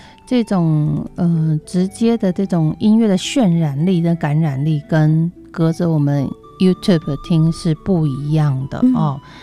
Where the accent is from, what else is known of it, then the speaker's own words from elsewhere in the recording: Taiwan; 我们是来自台湾的音乐家